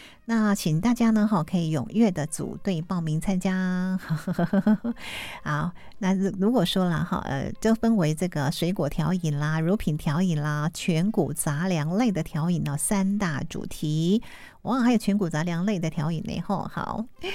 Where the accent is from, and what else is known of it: Taitung County, Taiwan